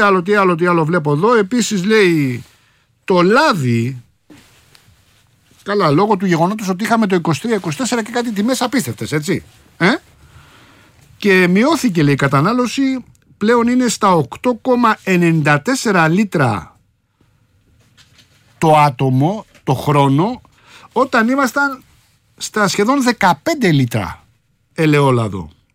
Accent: Rafina, Attica, Greece

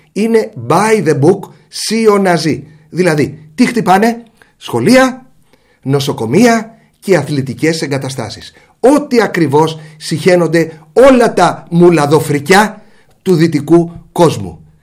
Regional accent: Greece

